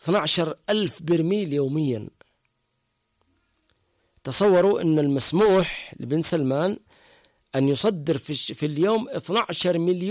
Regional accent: Yemen; عندنا في اليمن

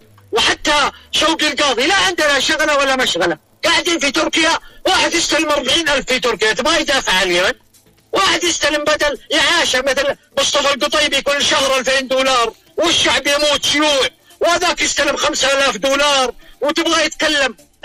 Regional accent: Saudi Arabia; أنا لكم … من السعودية

